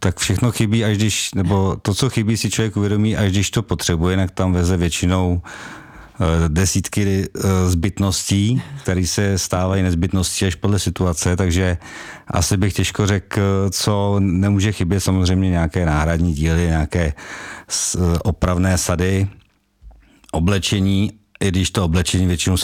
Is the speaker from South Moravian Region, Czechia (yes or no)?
no; South Bohemian Region, Czechia; now in Želeč, Czechia; Od Tábora, bydlím v Želči u Tábora, tak jsem pravověrný jeho Čech a přijel jsem autem.